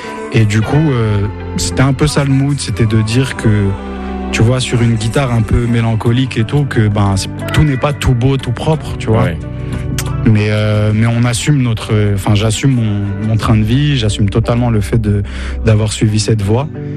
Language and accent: French; Morocco